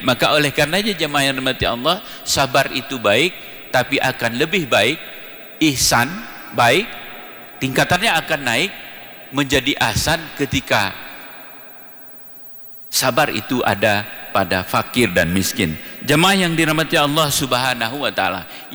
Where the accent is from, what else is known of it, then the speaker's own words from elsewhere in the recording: Aceh, Indonesia; Di budaya kita Aceh Tengah ini, di Gayo ini, budaya kekemelen.